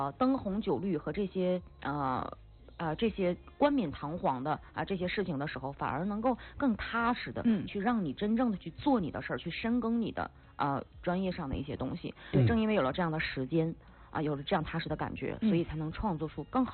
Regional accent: Huadian, Jilin, China; 我的家乡，我们这座小城，

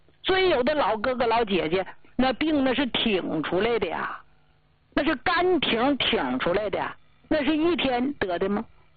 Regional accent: Jilin, China; 咱们家乡吉林的一个老张大姐

